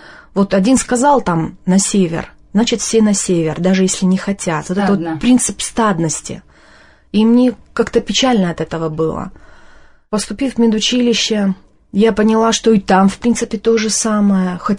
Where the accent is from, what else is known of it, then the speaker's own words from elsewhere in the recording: Nalchik, Kabardino-Balkaria, Russia; now in Moscow, Russia; Я сама из Кабардино-Балкарии, из красочного города Нальчика. Это Северный Кавказ. Мне кажется, самая миролюбивая республика. Сказать о республике, в принципе, там большая часть людей мусульмане.